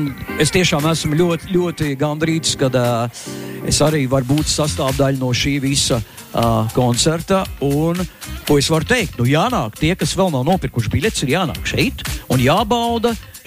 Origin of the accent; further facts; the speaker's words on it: Liepāja, Courland, Latvia; Esmu atpūs no Veinās pilsētas Liepājas.